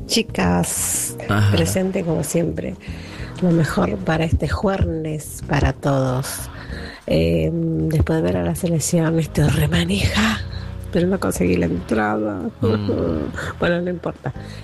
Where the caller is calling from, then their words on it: Valentín Alsina, Buenos Aires Province, Argentina; de Valentín Alsina.